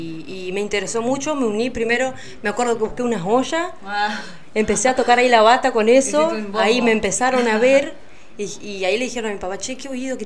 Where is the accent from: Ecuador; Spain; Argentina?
Argentina; Piedras Blancas, Entre Ríos; mi pueblo, de Piedras Blancas